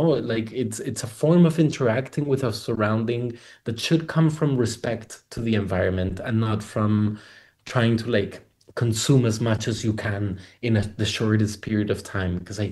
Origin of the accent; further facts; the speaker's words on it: Colombia; now in Spain; in Colombia, where I'm originally from. I live in Spain, but I'm from Colombia.